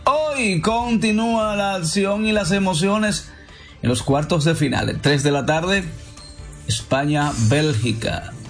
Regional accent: La Vega, Dominican Republic; de mi tierra Bacuí abajo

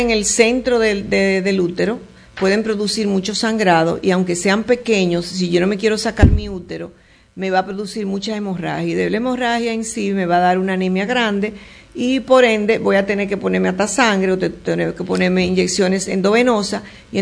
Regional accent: Dominican Republic; porque somos dominicanos

